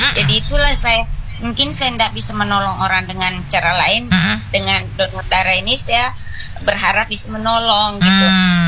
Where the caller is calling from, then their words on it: Samarinda, East Kalimantan, Indonesia; kita sebagai warga Kaltim dan Samarinda khususnya